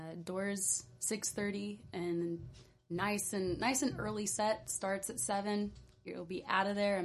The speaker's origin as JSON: {"language": "English", "town": "Humboldt", "region": "California", "country": "United States", "also_born_or_lived": "Santa Cruz", "said": "Well, I'm five generations on both sides of the family. I'm from Humboldt. So this place has always been home. And then Santa Cruz kind of became my home for 6 years."}